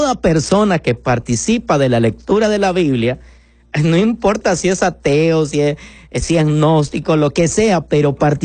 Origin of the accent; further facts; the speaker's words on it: Honduras; yo soy hondureño